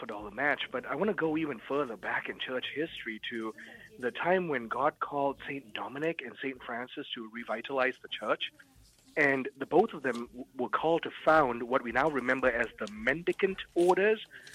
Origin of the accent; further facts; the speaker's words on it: Kuala Lumpur, Malaysia; English is a second language; Because as most of you know, Debbie and Ron know this about me, I'm from Kuala Lumpur, Malaysia. I shouldn't be Catholic right now.